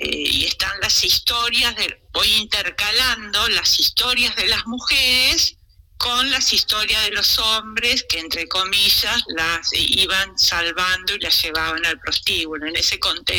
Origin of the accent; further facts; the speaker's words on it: Argentina; Yo represento a la Argentina